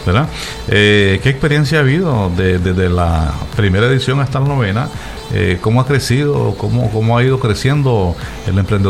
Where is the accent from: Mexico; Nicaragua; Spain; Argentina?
Nicaragua; como los NICA, que todos vamos a.